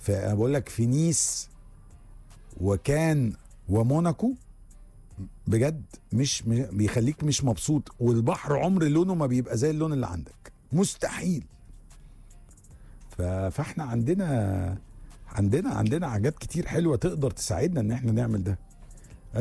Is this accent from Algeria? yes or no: no; Egypt; عندنا في مصر